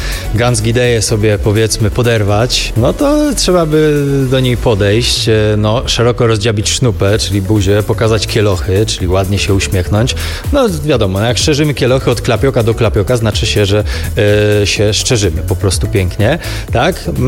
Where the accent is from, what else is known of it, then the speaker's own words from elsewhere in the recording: Greater Poland Voivodeship, Poland; accent: Greater Poland singsong (zaśpiew wielkopolski), Poznań dialect; o nas się mówi, że mamy coś takiego jak zaśpiew wielkopolski, czyli że charakterystycznie przeciągamy końcówki słów